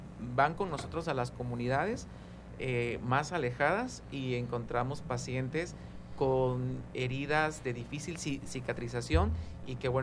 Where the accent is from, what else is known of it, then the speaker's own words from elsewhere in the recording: Tabasco, Mexico; somos tabasqueños